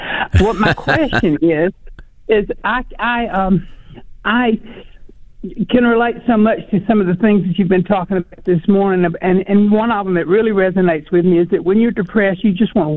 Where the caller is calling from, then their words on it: Murfreesboro, Arkansas, United States; I'm just up the road from you in Murfreesboro.